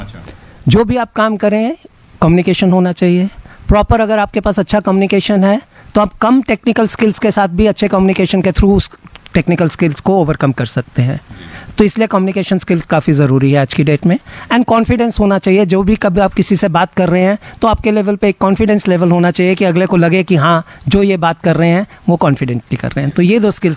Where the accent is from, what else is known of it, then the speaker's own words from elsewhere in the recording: Jammu, Jammu and Kashmir, India; जैसे मैं जम्मू से हूँ तो हम जम्मू वापस गए.